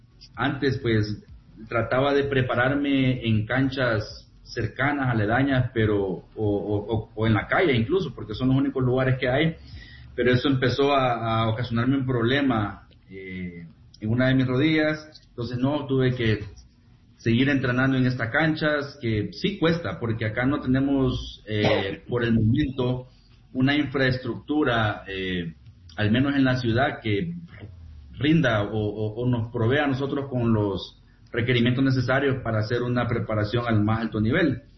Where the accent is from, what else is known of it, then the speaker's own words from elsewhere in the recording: Santa Ana, El Salvador; como soy de Santa Ana, yo entreno en las canchas del la ex Finca Modelo